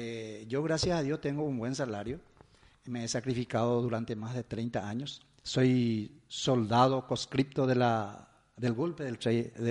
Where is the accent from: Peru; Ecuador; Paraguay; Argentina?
Paraguay; Juan León Mallorquín, Alto Paraná; now in Itá, Paraguay; desde esa época tengo residencia en la ciudad de Itá, soy oriundo de Juan León Mallorquín, Alto Paraná.